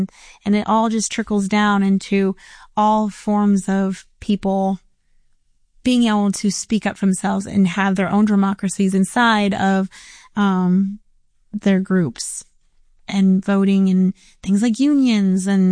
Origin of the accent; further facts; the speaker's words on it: Omaha, Nebraska, United States; Yes, I'm from Omaha.